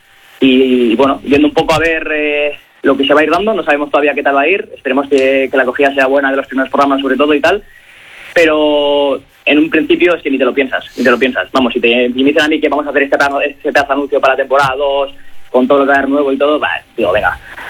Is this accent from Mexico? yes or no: no; Erandio, Basque Country, Spain; somos de Erandio